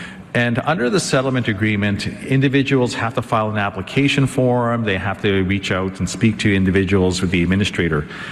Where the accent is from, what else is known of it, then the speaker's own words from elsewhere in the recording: Garden Hill First Nation, Manitoba, Canada; I am a citizen of Garden Hill First Nation.